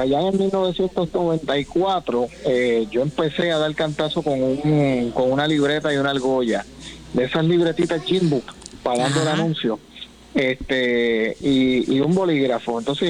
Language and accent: Spanish; Toa Alta, Puerto Rico; moved away as an adult; now in Kissimmee, United States; Yo soy natural de Toa Alta. Me crié toda la vida en Toa Alta, aunque ahora vivo fuera de Puerto Rico. Estoy en la ciudad de Kissimmee hace 10 años.